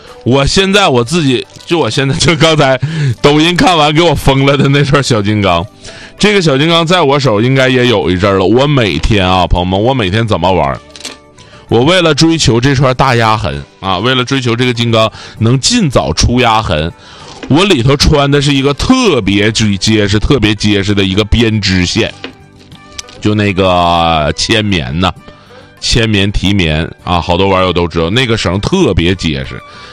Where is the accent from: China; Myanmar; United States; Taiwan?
China; Northeast China; accent: Northeastern Mandarin; 我们东北话讲还有一个叫造害，